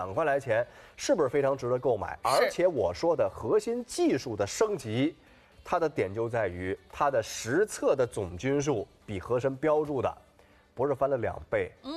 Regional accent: China; 我们中国人

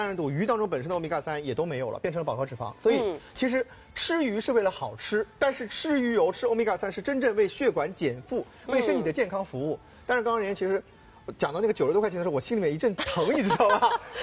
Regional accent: China; 我们中国人

